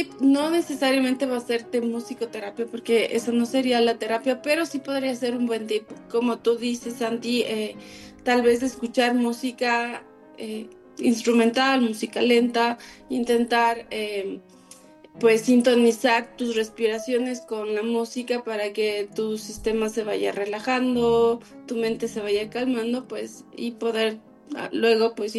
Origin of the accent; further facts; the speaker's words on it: Ambato, Tungurahua, Ecuador; Yo soy Gambato y esto, todo esto está pasando en Gambato.